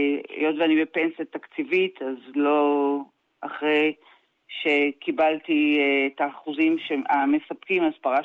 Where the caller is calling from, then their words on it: Central District, Israel; אני מהמרכז.